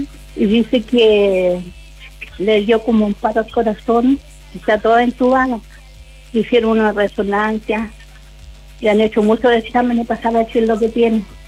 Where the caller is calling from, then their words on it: Romeral, Maule, Chile; de Romeral.